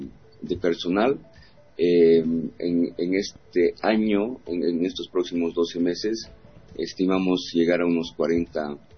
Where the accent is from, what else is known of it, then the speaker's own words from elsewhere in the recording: Bolivia; soy boliviano y soy también patriota.